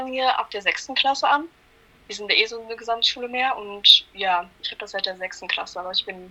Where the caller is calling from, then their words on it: Freital, Saxony, Germany; ich komme aus Sachsen, um genau zu sein aus Freital.